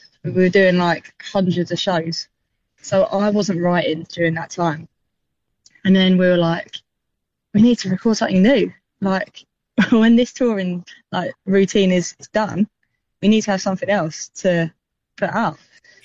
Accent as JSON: {"language": "English", "region": "East of England", "country": "United Kingdom", "tie": "born or raised there", "said": "Yeah, born and raised. So I lived in a little town about 30 minutes away from where I live now. But yeah, I've never really moved away."}